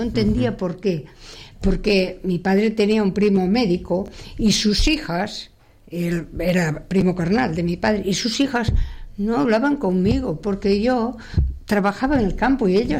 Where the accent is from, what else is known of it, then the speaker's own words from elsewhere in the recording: O Páramo, Galicia, Spain; now in Catalonia, Spain; Meu poble era 27 kilómetros de Lugo, se llama Páramo y pertenece al partido judicial de Sarria.